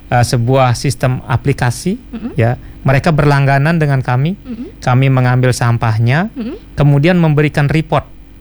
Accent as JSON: {"language": "Indonesian", "region": "Bali", "country": "Indonesia", "said": "Kalau saya sendiri, Mbak, di Bali sebagai orang Bali"}